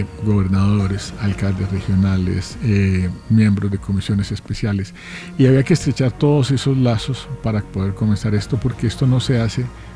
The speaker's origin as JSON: {"language": "Spanish", "country": "Colombia", "moved": "yes", "said": "Nosotros salimos de Colombia, pero Colombia nunca sale de nosotros."}